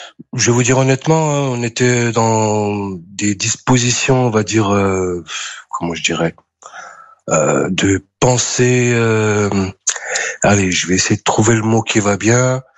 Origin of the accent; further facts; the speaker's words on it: France; born there; Après, moi, je suis né en France.